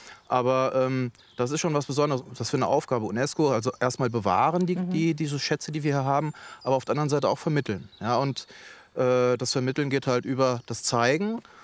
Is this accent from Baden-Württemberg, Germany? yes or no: no; Neuwied, Rhineland-Palatinate, Germany; ich komme aus Neuwied hier in Rheinland-Pfalz.